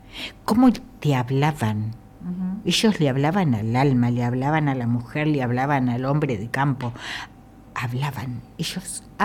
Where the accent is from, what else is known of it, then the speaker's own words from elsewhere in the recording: Guaminí, Buenos Aires Province, Argentina; yo me crié en un hogar de yo soy de Guaminí, provincia, ajá, de Buenos Aires, ah, ¿sí? Y yo siempre digo, Guaminí es un pueblo, es una tierra de poetas y cantores.